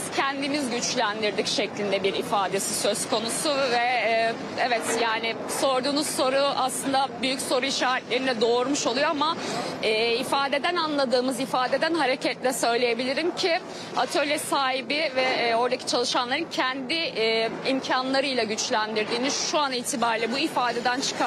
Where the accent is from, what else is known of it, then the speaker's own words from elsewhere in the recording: Istanbul, Turkey; Ben doğma büyüme yani 35 yıldır Maltepe Cevizli'de bu muhitte yaşıyorum. Benim evim hemen buraya çok yakın